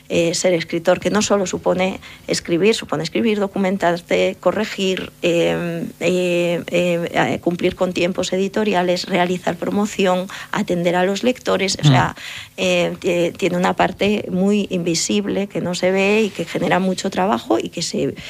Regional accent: Galicia, Spain; soy gallega. Ya estoy en una edad en que puedo decir que soy una señora

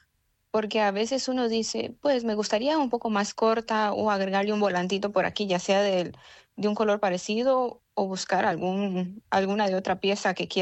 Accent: Costa Rica; moved away as an adult; now in Spain; Sí, soy de Costa Rica. Tengo 6 años de estar aquí.

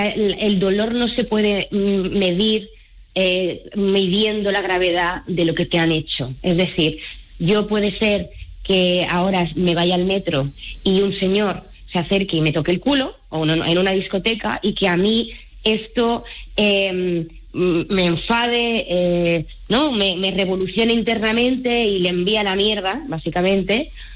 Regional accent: Barcelona, Catalonia, Spain; Y entonces yo soy de Barcelona y me tuve que ir a Madrid

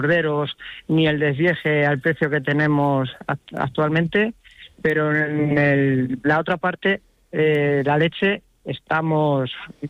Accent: Carrión de Calatrava, Castilla-La Mancha, Spain; Soy de Ciudad Real, de un pueblo, Carrión de Calatrava, que sirve de referencia en este pueblo donde yo vivo.

